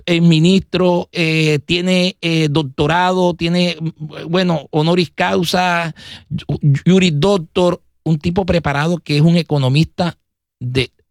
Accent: Colombia; now in Puerto Rico

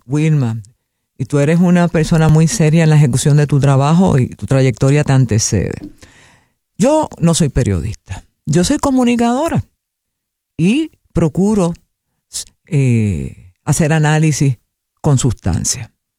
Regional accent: Puerto Rico; eso me enorgullece como puertorriqueña

